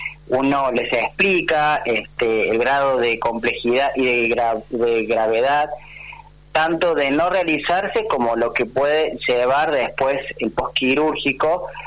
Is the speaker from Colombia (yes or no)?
no; Córdoba, Argentina; accent: Cordobés; moved away; Soy cordobés por mi acento.